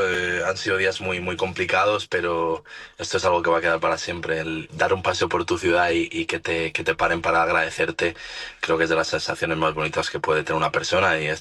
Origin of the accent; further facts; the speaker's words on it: Navalacruz, Castile and León, Spain; Yo soy de un pueblo muy cercano a donde empezó el incendio, el fuego empezó en Burgondo y yo soy de Navalacruz, que está apenas a 10 minutos en coche.